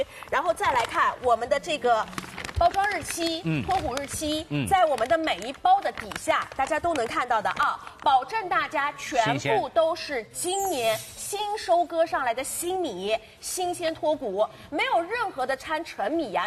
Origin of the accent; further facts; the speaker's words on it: Shanghai, China; 我们上海人很爱吃香肠菜饭的